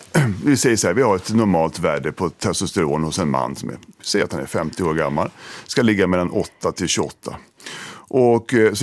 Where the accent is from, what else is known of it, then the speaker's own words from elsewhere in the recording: Sweden; Som svensk läkare så tycker jag att det är vedervärdigt.